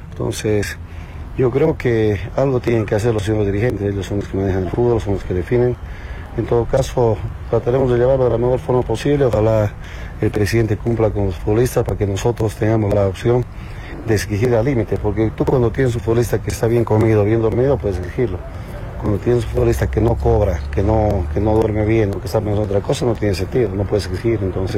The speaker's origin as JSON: {"language": "Spanish", "region": "Cochabamba", "country": "Bolivia", "moved": "yes", "said": "mi tierra, Cochabamba"}